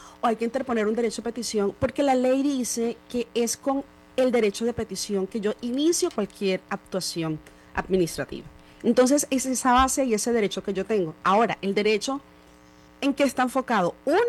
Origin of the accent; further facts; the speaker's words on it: Sincelejo, Sucre, Colombia; el pregrado lo estudié acá en Sincelejo, en mi ciudad natal